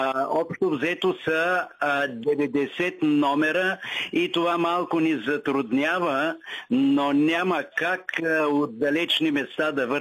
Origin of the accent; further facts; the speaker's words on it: Mustrak, Haskovo Province, Bulgaria; моето родно място и нашия прекрасен южен край